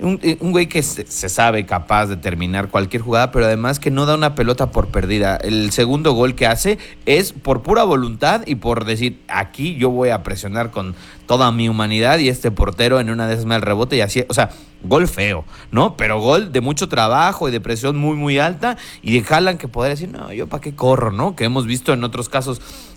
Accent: Mexico; como mexicanos estamos muy acostumbrados a mundial

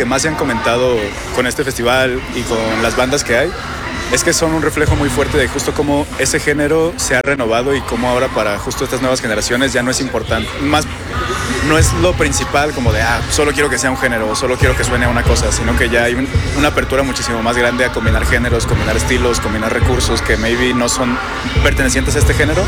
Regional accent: Guadalajara, Jalisco, Mexico

